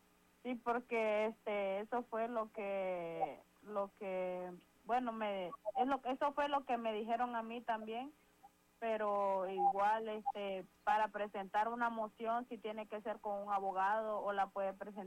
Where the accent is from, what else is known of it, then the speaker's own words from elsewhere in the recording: Virginia, United States; Entonces él se presentó ahí a Manassas, nosotros somos de Virginia, y lo detuvieron.